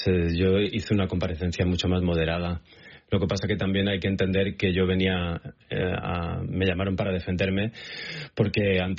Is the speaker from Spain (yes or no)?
yes; Spain